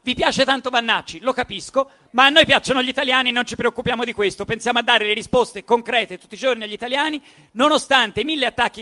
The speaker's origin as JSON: {"language": "Italian", "region": "Tuscany", "country": "Italy", "said": "a me da Toscana interessa che vinca Siena."}